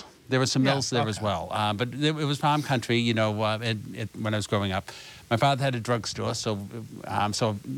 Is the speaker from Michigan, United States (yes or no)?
no; Franklin, Massachusetts, United States; But I grew up in Franklin, and I think, you know, traveling from Franklin to Dorchester while my mother was waiting for us to be born must have been quite a trip.